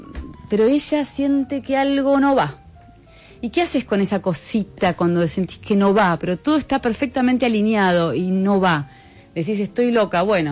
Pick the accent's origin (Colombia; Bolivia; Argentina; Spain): Argentina; moved away as an adult; also born or lived in France; yo tan argentina, tan ingenua, tan católica